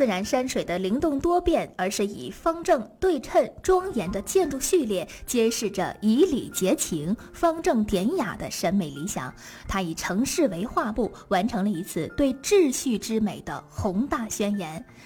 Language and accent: Chinese; China; 我们中国人